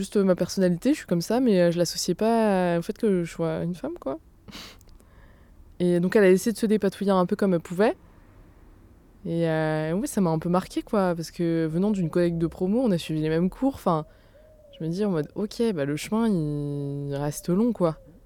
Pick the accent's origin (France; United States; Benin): France; Brittany; J'ai grandi en Pays de Bigouden, donc Finistère Sud.